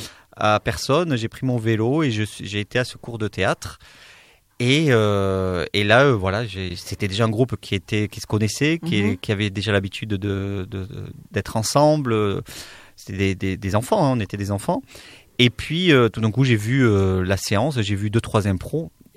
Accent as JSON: {"language": "French", "town": "Tarnos", "region": "Nouvelle-Aquitaine", "country": "France", "tie": "born there", "also_born_or_lived": "Anglet", "said": "je viens d'Anglette, parce que la compagnie est basée en Anglette, mais j'habitais à l'époque et de nouveau j'habite à Tarnos, donc on est dans les Landes."}